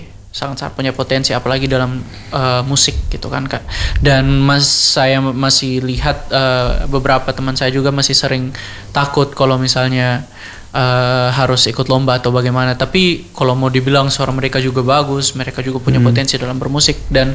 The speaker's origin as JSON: {"language": "Indonesian", "area": "Sumba", "region": "East Nusa Tenggara", "country": "Indonesia", "said": "di daerah saya di Sumba sendiri"}